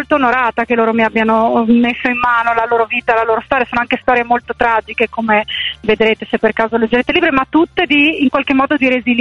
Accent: Gemona del Friuli, Friuli-Venezia Giulia, Italy; io sono originaria di Gemona del Friuli

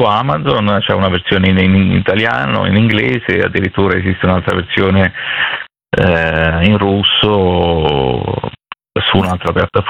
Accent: Rome, Lazio, Italy; Sì, io sono di Roma, però diciamo che da piccolo ho sempre passato le mie estati a Celleno.

